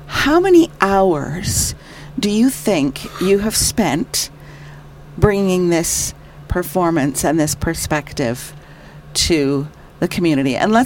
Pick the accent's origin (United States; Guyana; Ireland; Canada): Canada; Edmonton, Alberta; moved away; I grew up in Edmonton, Alberta